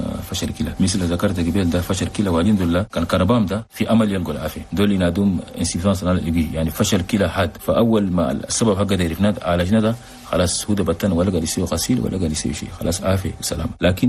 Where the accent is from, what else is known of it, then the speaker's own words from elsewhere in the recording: Chad; وفي سبب كذلك يعني كثير قاعد هسه عندنا في تشاد